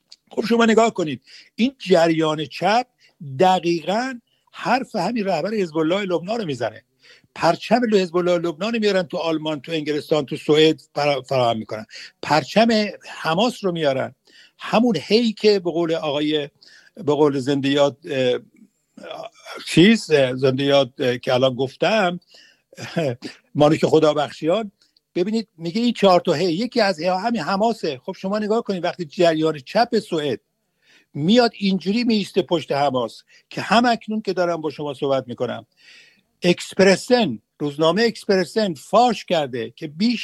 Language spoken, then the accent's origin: Persian; Iran; من امروز به عنوان یک ایرانی سپاسگزار هستم